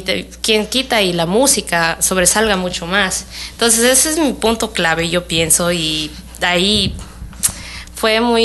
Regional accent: Macas, Morona Santiago, Ecuador; moved away; siempre como macabea que soy, amante de mi tierra

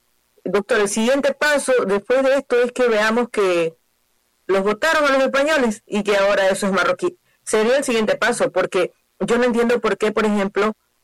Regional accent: Ecuador; nos criaron aquí en Ecuador

